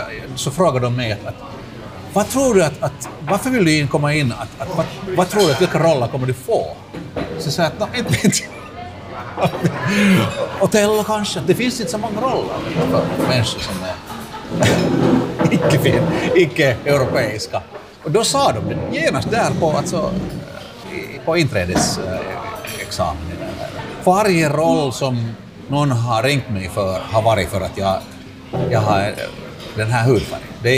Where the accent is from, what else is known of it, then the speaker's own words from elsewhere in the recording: Vantaa, Uusimaa, Finland; now in Helsinki, Finland; Jag var uppvuxen i Jakobacka, som var ganska stort ställe att vara annorlunda.